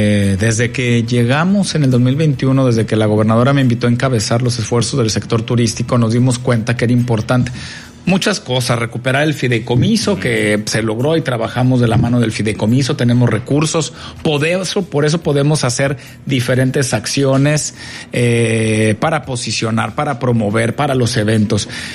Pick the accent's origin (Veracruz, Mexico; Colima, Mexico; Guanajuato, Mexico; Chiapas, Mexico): Colima, Mexico; Manzanillo; Como mexicanos, como colimenses, como manzanillenses, como comunidad